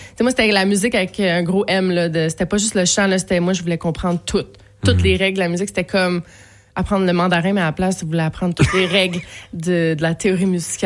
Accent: Montreal, Quebec, Canada; Alors, je suis une fille du sud-ouest de Montréal. Là, j'étais à Verdun, là, j'étais à La Salle.

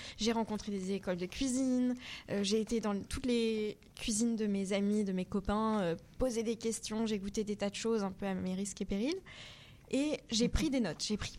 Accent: France; born there; also born or lived in Nepal; je suis née au Népal. J'ai été adoptée quand j'avais 6 mois. Donc, le Népal, c'est une culture que je connaissais sans connaître. C'est mes racines, j'y suis née. Mais j'ai grandi dans une famille française avec une culture française.

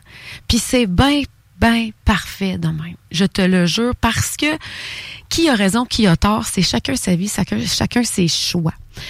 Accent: Thetford Mines, Quebec, Canada; dans mon quartier, un quartier à Thetford Mines, parce que c'est ma ville natale

